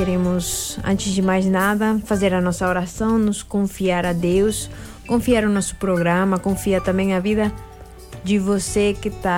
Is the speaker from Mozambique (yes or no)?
no; Paraguay; moved away; sou missionária da comunidade Shalom, da comunidade de vida, sou natural do Paraguai.